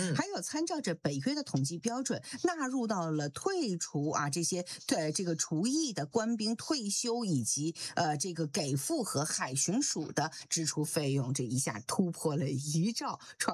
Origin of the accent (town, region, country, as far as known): China